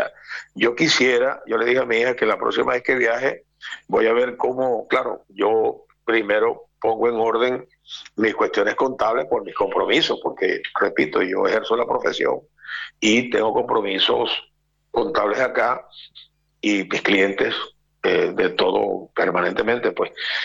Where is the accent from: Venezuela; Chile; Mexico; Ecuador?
Venezuela; no lo digo como venezolano, no soy nacionalista ni regionalista en el mal sentido